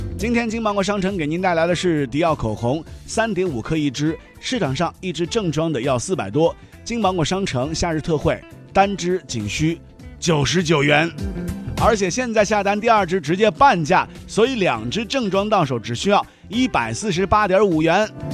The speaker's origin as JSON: {"language": "Chinese", "region": "Hunan", "country": "China", "said": "虽然我是一个湖南人"}